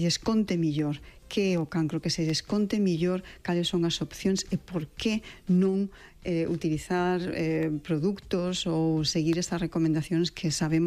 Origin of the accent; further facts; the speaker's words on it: Monte, Galicia, Spain; born there; con moitos amigos e con moitas amigas que veñen da miña aldea, onde eu nacín, na aldea do Monte